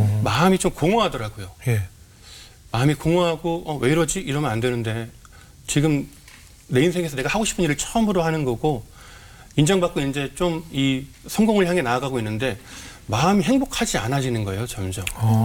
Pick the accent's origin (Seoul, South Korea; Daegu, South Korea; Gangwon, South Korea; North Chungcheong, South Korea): Gangwon, South Korea; Chuncheon; moved away; 춘천 고향집에 잠깐 들어왔습니다.